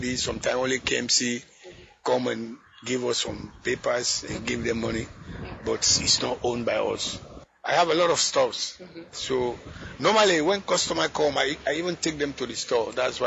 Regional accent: Sierra Leone; now in Gambia; I'm from Sierra Leone. Okay. I came in Gambia because of the war from Sierra Leone.

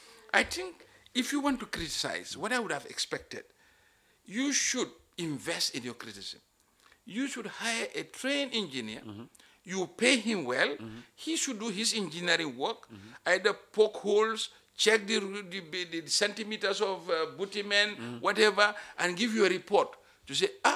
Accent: Lower River, Gambia; I'm from Jara.

